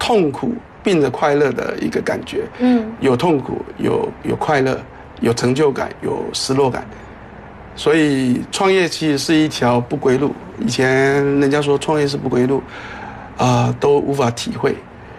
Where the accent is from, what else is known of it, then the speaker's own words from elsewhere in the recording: Taiwan; moved away as an adult; now in Nanjing, China; 虽然我们小时候在台湾学过朱自清的背影的这个